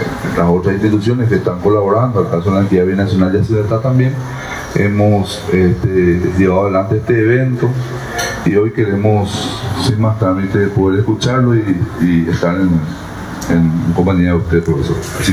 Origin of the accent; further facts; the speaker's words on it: Pilar, Ñeembucú, Paraguay; como paraguayos en primer término, pero también como ñeembuqueños y pilarenses.